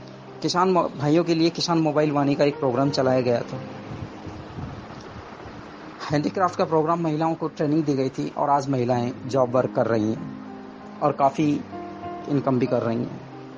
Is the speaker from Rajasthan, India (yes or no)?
yes; Gijgarh, Rajasthan, India; मैं राजस्थान के दौसा जिले के सिकराय तहसील के गिजगढ़ गांव का रहने वाला हूँ